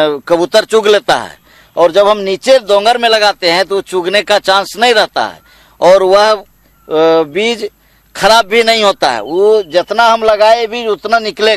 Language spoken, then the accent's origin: Hindi; Mandu, Ramgarh, Jharkhand, India; मेरा घर बड़का चुंबा पंचायत मांडू रामगढ़ का रहने वाला हूं